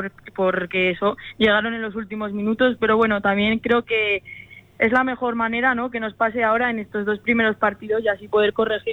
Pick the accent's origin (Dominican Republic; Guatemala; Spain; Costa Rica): Spain; Calahorra, La Rioja; moved away as an adult; also born or lived in Barcelona; now in Navarre, Spain; a mí Logroño, ¿no?, que es de mi tierra